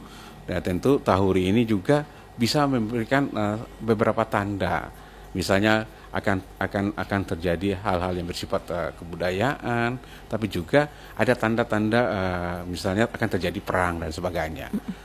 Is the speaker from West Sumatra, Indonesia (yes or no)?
no; Maluku, Indonesia; karena kita orang Maluku ini ya, identik dengan musik